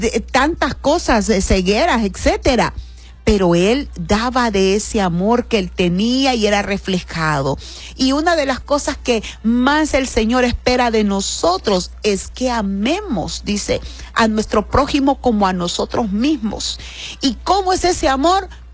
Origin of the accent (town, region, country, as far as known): Honduras